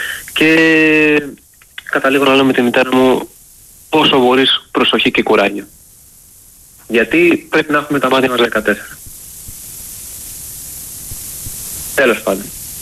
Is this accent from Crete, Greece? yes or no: yes; Chania, Crete, Greece; now in Thessaloniki, Greece; είμαι από Χανιά